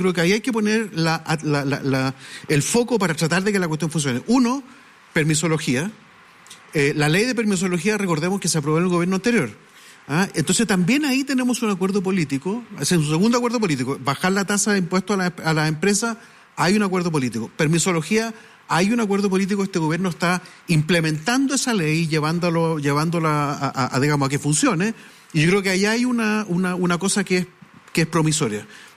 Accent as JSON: {"language": "Spanish", "country": "Chile", "said": "somos todos los chilenos"}